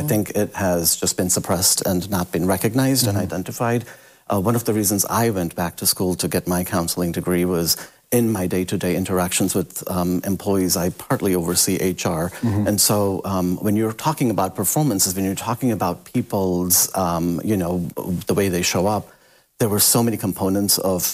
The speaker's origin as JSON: {"language": "English", "country": "India", "said": "Yeah, I'm Indian by origin."}